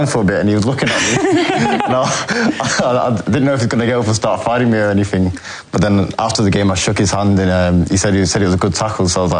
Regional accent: England, United Kingdom; now in New Zealand; Growing up in England, there was no one that really looked like me in school or in my team.

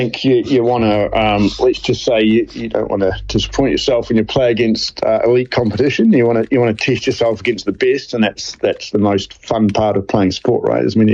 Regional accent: New Zealand; moved away; being a New Zealander

